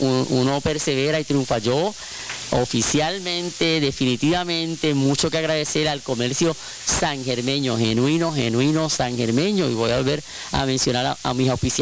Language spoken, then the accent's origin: Spanish; San Germán, Puerto Rico; nosotros como puertorriqueños y como sanjermeños